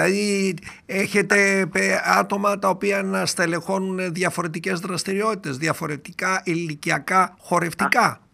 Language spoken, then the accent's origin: Greek; Doirani, Central Macedonia, Greece; Προσωπικά, επειδή είμαι κυλισσιώτης από τη Δοϊράνη, δεν το γνώριζα.